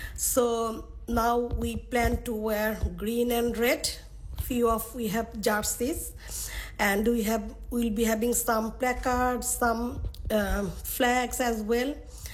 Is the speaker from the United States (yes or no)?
no; Bangladesh; now in Australia; Then when I said, "I'm from Bangladesh," some might not know where is Bangladesh or not here.